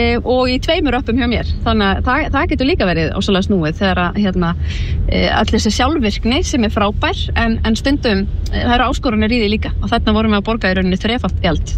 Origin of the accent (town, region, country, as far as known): Reykjavík, Capital Region, Iceland